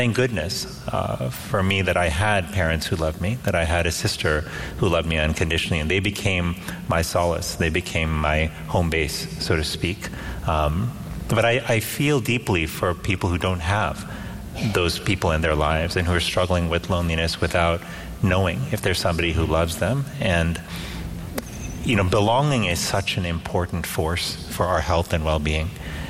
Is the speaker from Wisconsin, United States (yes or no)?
no; Miami, Florida, United States; I was born in Miami and brought up in Miami, they say, you don't really look like someone who's from Miami.